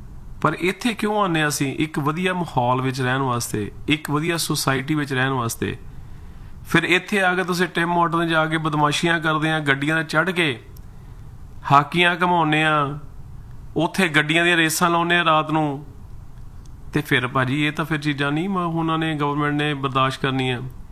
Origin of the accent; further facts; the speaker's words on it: Punjab, India; moved away as an adult; now in Canada; ਅਸੀਂ ਪੰਜਾਬ ਨੂੰ ਪਿਆਰ ਕਰਦੇ ਹਾਂ, ਪੰਜਾਬ ਨਾਲ ਸਾਡਾ ਪਿਆਰ ਹੈ, ਅਸੀਂ ਉੱਥੇ ਜੰਮੇ ਪਲੇ ਹਾਂ।